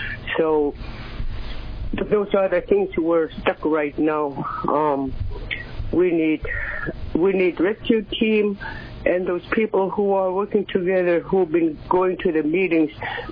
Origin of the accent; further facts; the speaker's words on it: Kwigillingok, Alaska, United States; I'm from Quigalingok, Alaska, and over many years, since 1980s, before our parents were gone, relocation was a subject.